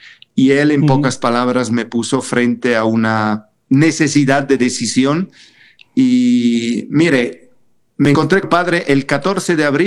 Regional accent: Bergamo, Lombardy, Italy; Spanish is a second language; moved away; yo soy italiano, vengo de la provincia de la diócesis de Bérgamo, conocida por ser la diócesis del Papa Juan XXIII, y es una diócesis que históricamente ha sido siempre muy, muy misionera

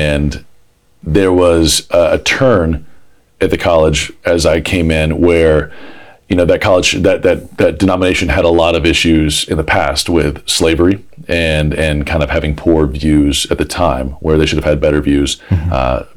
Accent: Douglasville, Georgia, United States; born or raised there

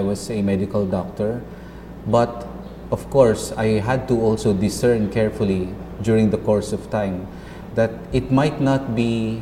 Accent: Marikina, Metro Manila, Philippines; I grew up in Marikina City, and coming from a very, very Catholic family.

